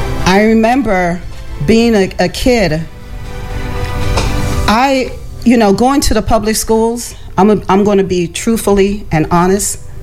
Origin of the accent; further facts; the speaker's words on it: Philadelphia, Pennsylvania, United States; also born or lived in Jamaica; I was born in Jamaica, and I came here in the States in the early 70s. I had no idea that we just came off of Jim Crow. I had no clue because I was raised in Philadelphia